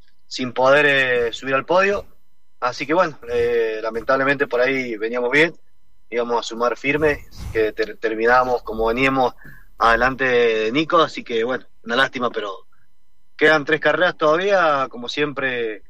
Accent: Mendoza, Argentina; más como mendocino, es un placer correrlo

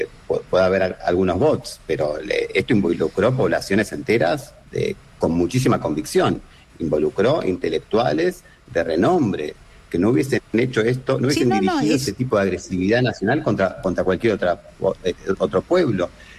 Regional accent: Argentina; nosotros lo sabemos como argentinos

